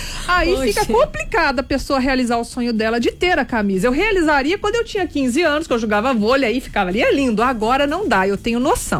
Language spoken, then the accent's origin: Portuguese; Brazil; como boa brasileira teimosa que sou.